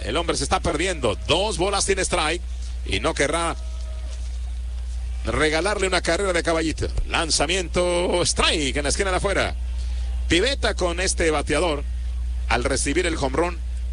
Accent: Tijuana, Baja California, Mexico; los que somos de Tijuana siempre, escuchando la KCBQ, la 13K, la música de moda en inglés de esa época, los que teníamos la vida en la frontera

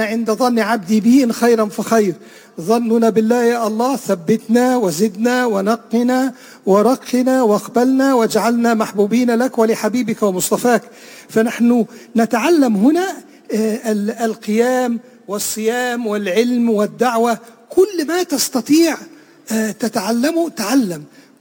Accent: Egypt; أنا من مصر،

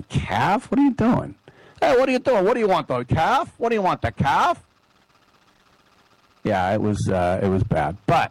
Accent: California, United States; Or in other words, just, you know, as a Californian.

